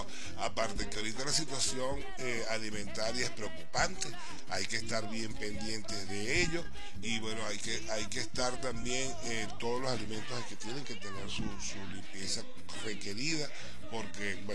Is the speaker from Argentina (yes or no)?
no; Maracaibo, Zulia, Venezuela; allá en Maracaibo, en mi tierrita natal.